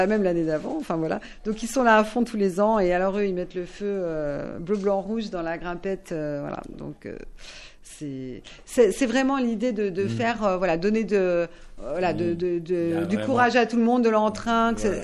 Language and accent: French; Auvergne-Rhône-Alpes, France; now in Longwy, France; moi, je ne suis pas de Longwy, il faut le savoir. Moi, je suis savoyarde, mais ça fait maintenant quelques années que j'habite ici.